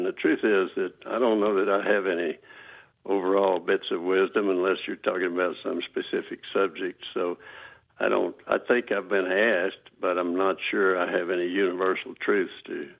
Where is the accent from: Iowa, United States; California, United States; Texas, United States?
Texas, United States; born or raised there